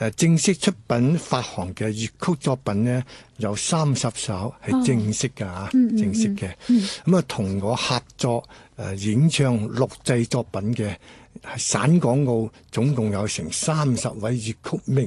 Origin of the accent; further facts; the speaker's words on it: Guangdong, China; 所以呢樣嘢咧，嶺南文化對我哋廣府人嚟講咧，係好多共同點嘅。